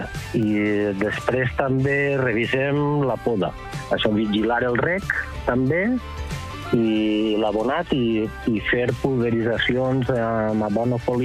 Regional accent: Pego, Valencian Community, Spain; de Pego, a la comarca de la Marina Alta, al País Valencià

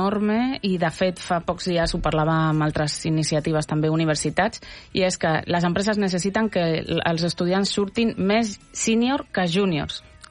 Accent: Madrid, Community of Madrid, Spain; Catalan is a second language; Soc de Madrid, per això que dic...

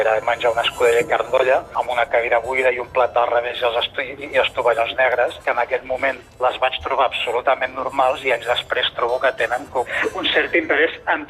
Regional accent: Figueres, Catalonia, Spain; I clar, jo soc de Figueres, amb arrels en un poble del costat de Figueres

